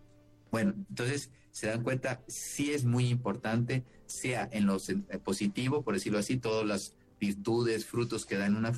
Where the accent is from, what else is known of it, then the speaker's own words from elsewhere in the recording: Mexico; yo soy mexicano y mi abuelo fue cristero, fue uno de los jovencitos católicos bien formados.